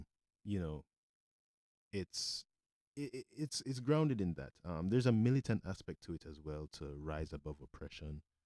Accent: Jamaica; Obviously, I grew up in Jamaica

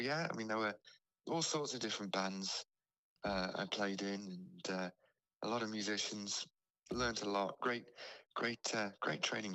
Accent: Isle of Man; growing up on the Isle of Man

